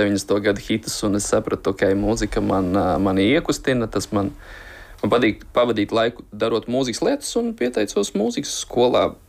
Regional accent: Ventspils, Ventspils Municipality, Latvia; born or raised there

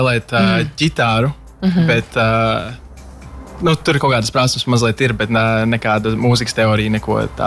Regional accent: Ādaži, Ādaži Municipality, Latvia; Es nāku no Ādažiem.

